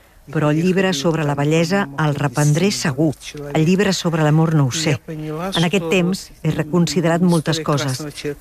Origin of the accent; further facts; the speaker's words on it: Belarus; moved away; Jo sóc de Bielorússia i és molt difícil protestar en un estat totalitari. Jo vaig marxar